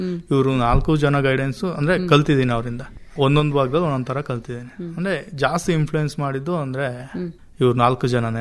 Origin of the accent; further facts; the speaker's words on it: Thattegere, Karnataka, India; also born or lived in Belur / Mysore; ಪ್ರಾಥಮಿಕ ಶಿಕ್ಷಣ ಊರಲ್ಲೇ ಆಗಿದೆ ಮ್ಯಾಮ್, ತಟ್ಟೆಗೆರೆ.